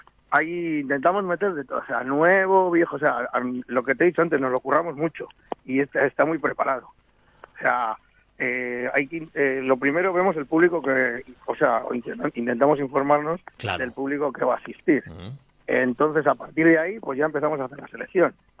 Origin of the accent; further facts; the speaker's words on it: Aranda de Duero, Castile and León, Spain; porque somos de Aranda